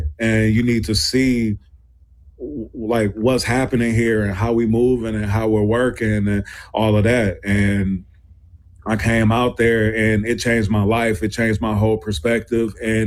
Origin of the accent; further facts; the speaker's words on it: Milwaukee, Wisconsin, United States; So I am from Milwaukee, Wisconsin. I take so much pride in saying that in every room that I'm in, and I make sure that, you know, people know that. I grew up on 22nd and Townsend.